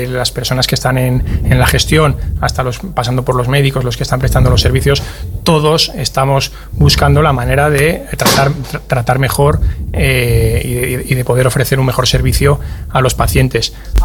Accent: Castile, Spain; Nosotros somos de Castilla, somos de aquí, la hemos vivido siempre, sabemos cómo es esta comunidad

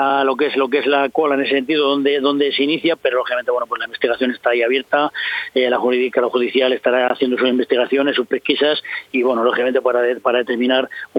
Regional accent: Íscar, Castile and León, Spain; mi pueblo de Íscar

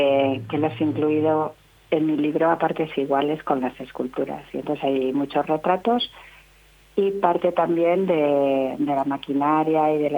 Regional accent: Valladolid, Castile and León, Spain; yo soy vallisoletana de adopción. Mi padre era vallisoletano y yo me crié aquí en un pueblecito cerca de Tordesillas

